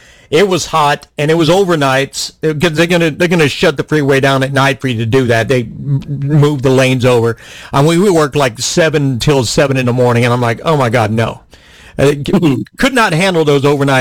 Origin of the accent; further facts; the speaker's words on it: Louisiana, United States; born there; I was born in Louisiana, so I'm a New Orleans Saints fan.